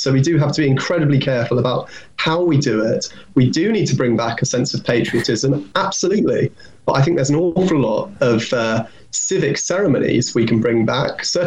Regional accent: United Kingdom; we're British, we're proud

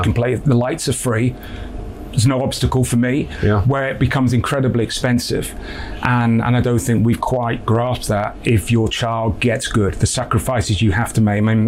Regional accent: North West England, United Kingdom; I really do believe, I'm from Lancashire, Lee.

